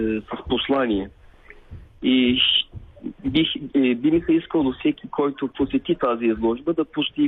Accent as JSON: {"language": "Bulgarian", "town": "Aytos", "region": "Burgas Province", "country": "Bulgaria", "tie": "born or raised there", "also_born_or_lived": "Boyno"}